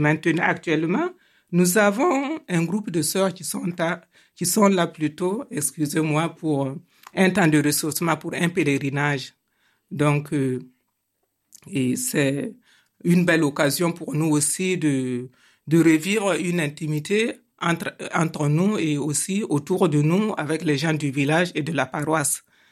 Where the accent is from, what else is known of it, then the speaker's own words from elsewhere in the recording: Burkina Faso; Je suis du Burkina Faso.